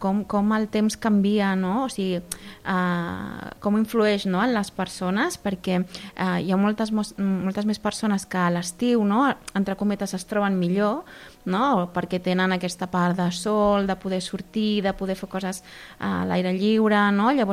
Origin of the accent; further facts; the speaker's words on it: Argentina; now in Caldes, Spain; jo sóc de l'Argentina